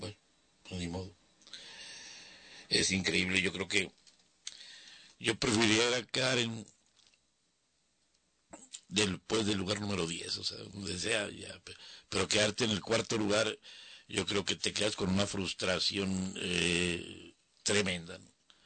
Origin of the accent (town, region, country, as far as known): Mexico